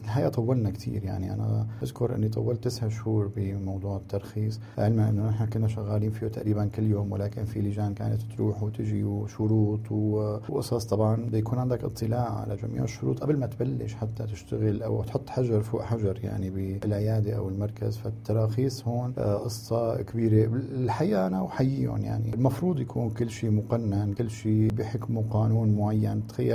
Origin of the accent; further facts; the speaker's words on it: Syria; now in Turkey; أتمنى أنه يصير موجود عندنا بسوريا.